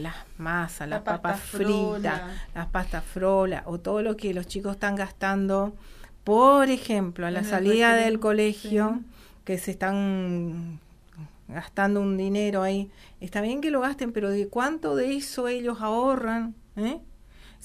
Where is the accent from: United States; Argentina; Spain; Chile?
Argentina